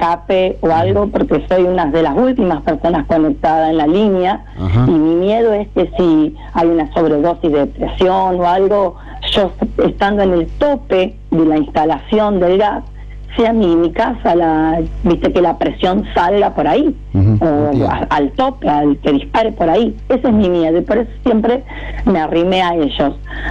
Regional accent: Fuentes, Santa Fe, Argentina; born there; now in Casilda, Argentina; yo soy nacida de Fuente

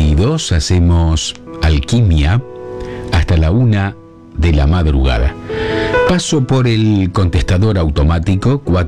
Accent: Arequito, Santa Fe, Argentina; Villa Eloísa, Los Molinos, Arequito, mi pueblo, Los Nogales, Arteaga, San José de la Esquina.

